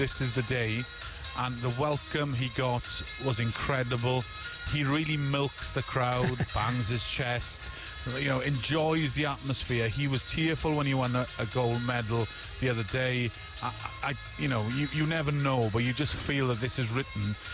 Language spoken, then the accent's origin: English; Wales, United Kingdom; And I know the feeling because your listeners may not know, but my accent gives the game away. I'm Welsh. … I was born in the 80s.